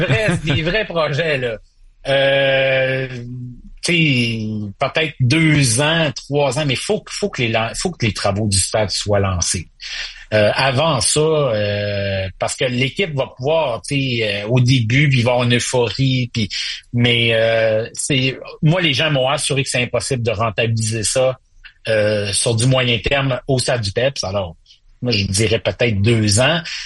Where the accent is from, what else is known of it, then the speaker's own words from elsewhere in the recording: Quebec, Canada; Parce que moi, j'ai grandi au Saguenay. Alors, la moitié de ma famille était nordique, la moitié de ma famille est canadienne.